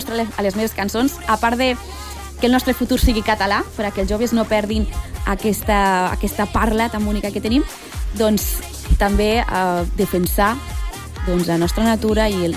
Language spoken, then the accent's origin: Catalan; Catalonia, Spain; el meu cor és català, doncs perquè sóc catalana i jo també somio en català, la veritat.